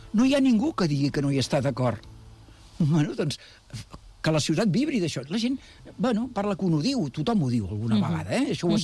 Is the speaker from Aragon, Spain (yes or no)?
no; Badalona, Catalonia, Spain; però com a badaloní i la gent de Canyet no podrà regar els horts.